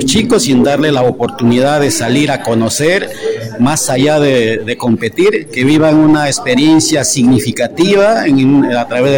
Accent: Lima, Peru; Quiero decir, en el caso específico de Perú, por ejemplo, yo soy de Lima

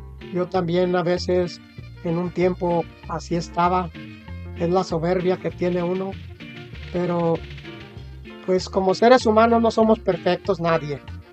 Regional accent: Mexico; moved away; muchos jóvenes, como yo cuando me vine de México, nos venimos con la ambición, con la sed de tener, de tener lo que nunca tuvo uno, llegando a este país donde podamos tener un poquito más que allá.

